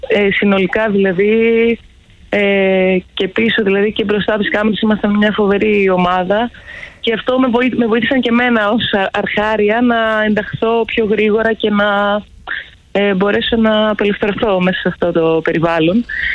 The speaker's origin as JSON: {"language": "Greek", "town": "Thessaloniki", "region": "Central Macedonia", "country": "Greece", "tie": "born or raised there", "moved": "as an adult", "lives_now": "Athens, Greece", "said": "μεγάλωσα, γεννήθηκα στη Θεσσαλονίκη."}